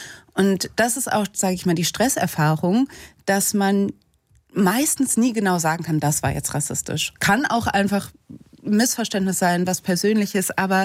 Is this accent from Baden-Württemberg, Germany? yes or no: no; Cologne, North Rhine-Westphalia, Germany; Und ich bin in Köln aufgewachsen als Kind von einer Afroamerikanerin und einem Vater aus Düsseldorf, einen weißen Deutschen.